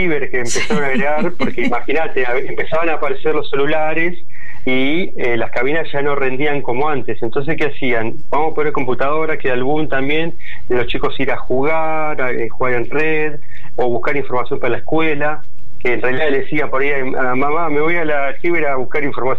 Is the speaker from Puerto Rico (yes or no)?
no; Quilmes, Buenos Aires Province, Argentina; Yo soy de Quilmes